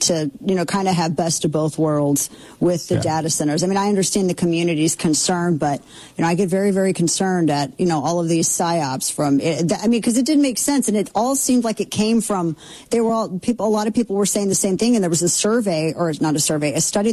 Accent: Missouri, United States; In my hometown of Missouri, they got rid of most of the city council over a data center.

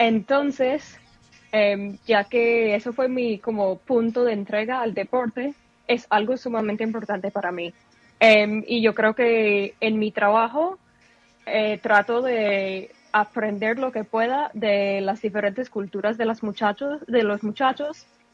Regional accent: New York, United States; yo crecí en Nueva York.

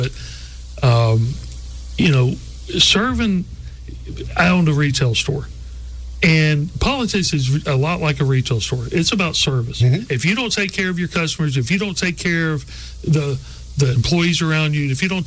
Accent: Alabama, United States; I grew up in Baldwin County, lived in the Wiregrass.

